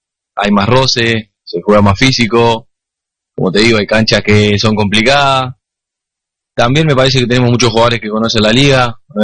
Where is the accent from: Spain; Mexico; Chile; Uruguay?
Uruguay; moved away; estoy muy orgulloso de ser uruguayo